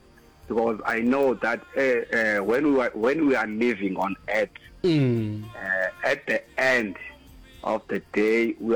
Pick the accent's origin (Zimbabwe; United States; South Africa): South Africa; Eastern Cape; I grew up in Eastern Cape, in a location that they call Qabekwane or Koso Forest. A saved man of God from AFM.